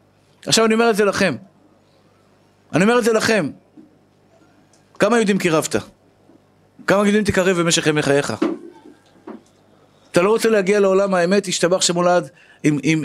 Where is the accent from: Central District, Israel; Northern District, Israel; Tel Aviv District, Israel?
Tel Aviv District, Israel; Tel Aviv; באתי משכונת התקווה